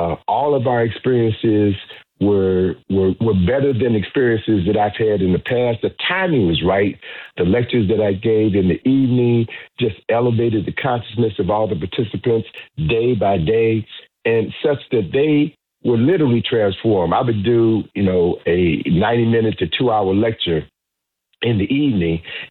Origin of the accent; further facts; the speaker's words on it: Chicago, Illinois, United States; The first brother you had on at the top of the show was from my hometown, Chicago.